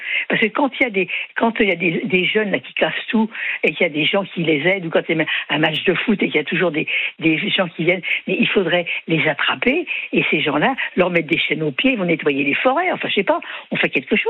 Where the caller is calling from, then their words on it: Marseille, Provence-Alpes-Côte d'Azur, France; Et je suis à Marseille, oui.